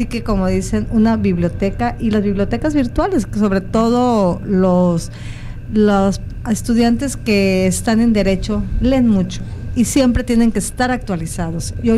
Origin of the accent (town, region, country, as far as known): Mexico